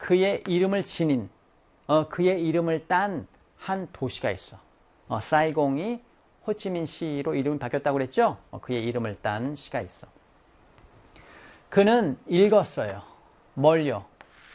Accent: South Korea; 우리 한국인으로서

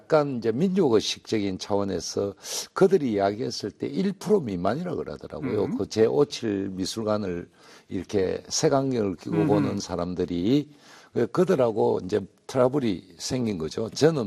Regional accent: South Korea; also born or lived in Japan; 제가 한국 사람이라고

